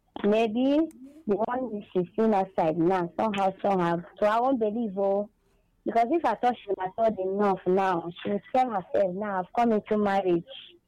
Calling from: Abuja, Federal Capital Territory, Nigeria; I'm calling from Abuja.

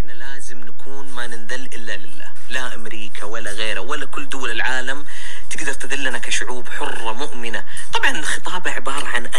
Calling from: Saudi Arabia

